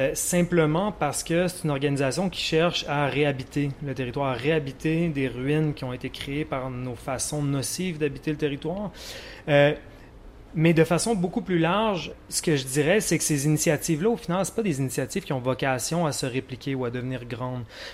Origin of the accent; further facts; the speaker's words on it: Canada; les Premières Nations de soi-disant Canada, là d'où je viens